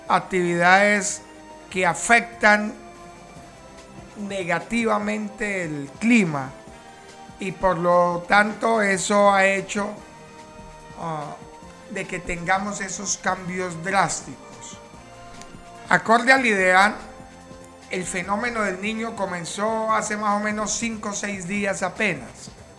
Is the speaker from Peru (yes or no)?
no; Colombia